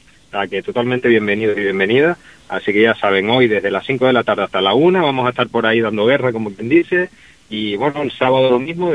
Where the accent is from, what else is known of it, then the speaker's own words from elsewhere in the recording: San Cristóbal de La Laguna, Canary Islands, Spain; also born or lived in Finca España / La Verdellada; yo soy, vamos a decir, como un hijo adoptado, porque realmente soy, vivo entre Finca España y La Verdellada, me crié cuando era pequeño en el Hoyo de Gracia, o sea, de ese triángulo no me he movido, pero sí, sí, por ahí, adoptado desde muy jovencito de la zona.